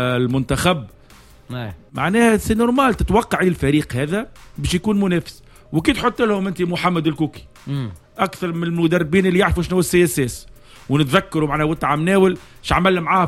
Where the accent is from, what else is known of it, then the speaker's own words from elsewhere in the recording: Tunisia; احسن لعب وسط ميدان في البطوله التونسيه كتونسي